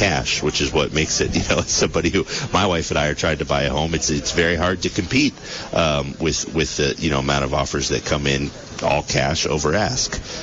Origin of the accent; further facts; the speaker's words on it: Putney, Vermont, United States; So I grew up in Putney. I went to Brattleboro High School.